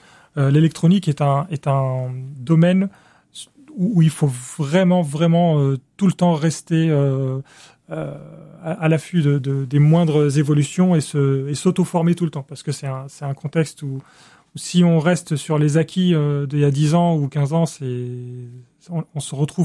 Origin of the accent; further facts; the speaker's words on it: Cairo, Cairo Governorate, Egypt; now in Limoges, France; J'ai tellement été traumatisé par ça pendant toute mon enfance au Caire que je suis très content d'être à Limoges.